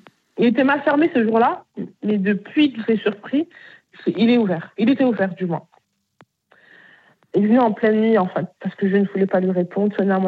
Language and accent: French; Bayonne, Nouvelle-Aquitaine, France; Parce que moi, je viens de Bayonne.